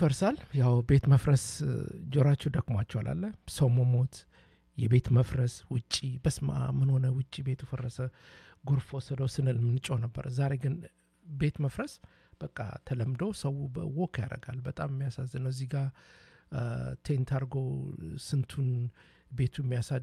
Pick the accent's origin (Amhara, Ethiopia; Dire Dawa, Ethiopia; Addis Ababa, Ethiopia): Dire Dawa, Ethiopia; እኔ ድሬዳዋ ውስጥ ተወልጄ ያደግኩ ነኝ።